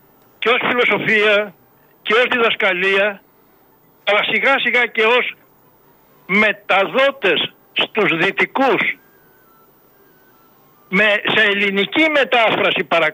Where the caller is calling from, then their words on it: Greece; Ότι δεν είμαστε Έλληνες εμείς σήμερα.